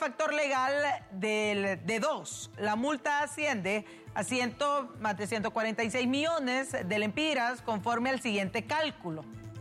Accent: Honduras

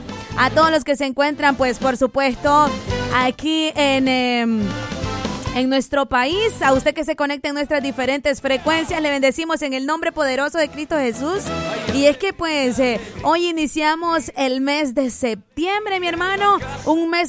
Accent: Honduras; cada una de las actividades cívicas que fortalecen nuestra identidad como hondureños

